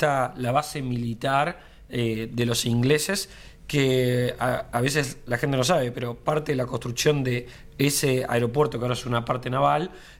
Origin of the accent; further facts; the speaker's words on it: Viedma, Río Negro, Argentina; Sí, soy de Viedma Río Negro.